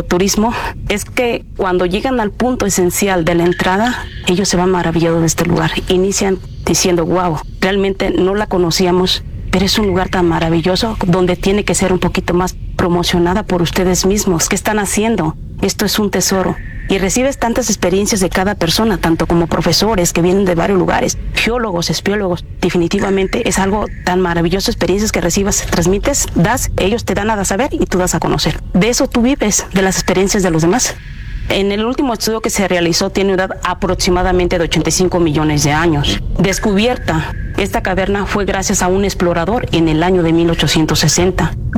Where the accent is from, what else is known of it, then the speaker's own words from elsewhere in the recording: Guerrero, Mexico; Soy nativa de aquí